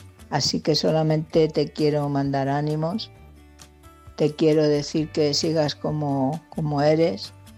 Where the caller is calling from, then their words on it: Leganés, Community of Madrid, Spain; corresponsal de Leganés.